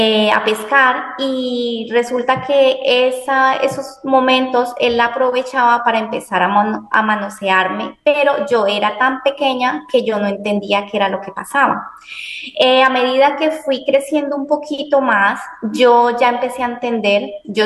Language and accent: Spanish; Colombia; now in Spain; Soy de Colombia. En este momento me encuentro en España. Provengo de un pueblo del sur de Colombia. Provengo de una familia campesina.